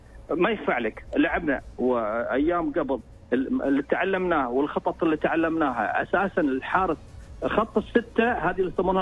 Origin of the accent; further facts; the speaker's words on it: Oman; عندنا في عمان هنا